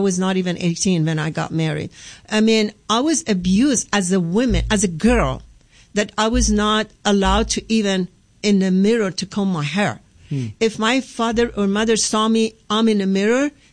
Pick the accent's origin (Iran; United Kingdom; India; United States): Iran; Well, I was born in an Islamic family. My father was a leader of a mosque.